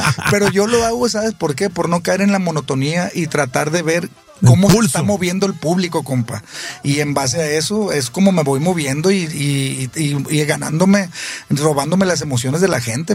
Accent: Culiacán, Sinaloa, Mexico; now in United States; Mire, compa, la verdad, pues yo soy de Culiacán, usted lo sabe y mucha gente también. Y para los que no sabían, pues soy de allá, ¿no?

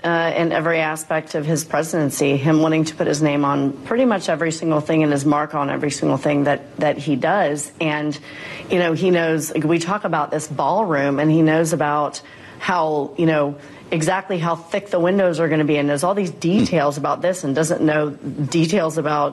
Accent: Texas, United States; I'm from Texas and my mom is calling me and asking about water issues in Texas.

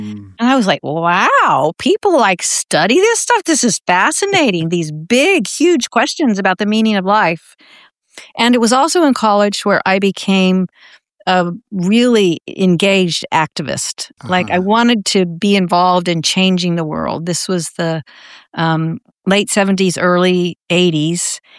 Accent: Oklahoma, United States; moved away; also born or lived in North Texas; I grew up in the Disciples of Christ Church in Oklahoma, mostly, a little bit in North Texas, where my family's been for generations. And so I grew up in a very progressive but deeply religious household.

